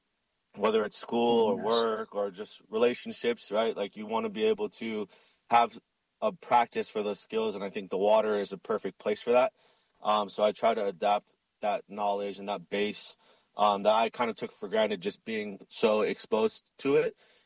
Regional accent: Hawaii, United States; for me, being a waterman is just being Hawaiian

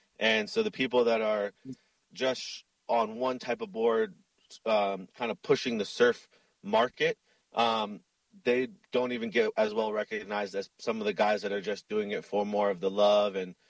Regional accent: Hawaii, United States; for me, being a waterman is just being Hawaiian

